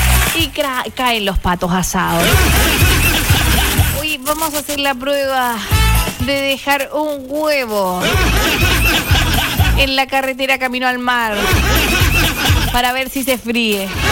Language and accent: Spanish; Chile